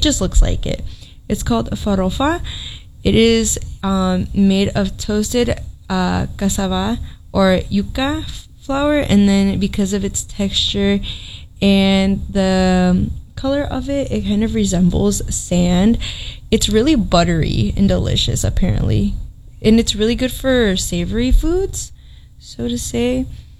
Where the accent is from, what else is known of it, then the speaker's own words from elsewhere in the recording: United States; I know that because I'm Mexican American